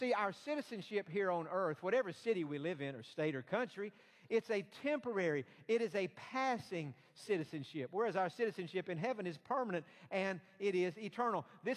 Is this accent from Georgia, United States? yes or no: yes; East Point, Georgia, United States; I was born in Georgia, Atlanta, Georgia. Actually, I was born in East Point, which East Point is to Atlanta what Bel Air is to Houston. It's just right there attached to it. But I'm from Georgia.